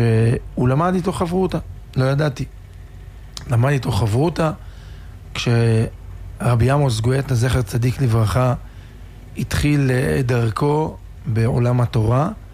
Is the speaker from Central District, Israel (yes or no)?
yes; Netanya, Central District, Israel; אני גדלתי בנתניה